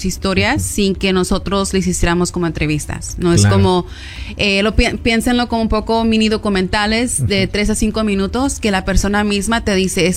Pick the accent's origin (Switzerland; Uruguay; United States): United States; Los Angeles, California; now in Fresno, United States; desde que crecí en Los Ángeles y nos vinimos a Fresno